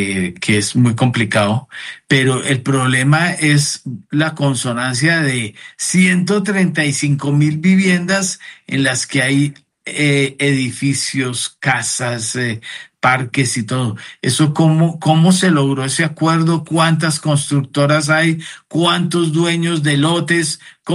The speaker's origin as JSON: {"language": "Spanish", "town": "Pereira", "region": "Risaralda", "country": "Colombia", "said": "pues yo soy pereirano."}